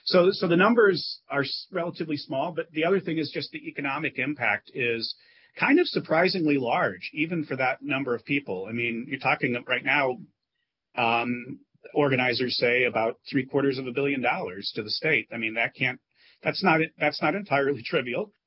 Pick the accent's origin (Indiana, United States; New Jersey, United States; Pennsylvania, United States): Indiana, United States; I'm from Indiana, so Noblesville, Indiana has a program, for example.